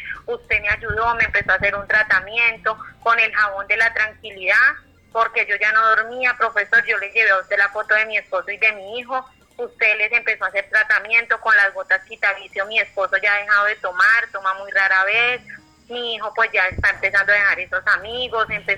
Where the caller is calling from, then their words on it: Medellín, Antioquia, Colombia; Desde Medellín, Antioquia, el barrio La Floresta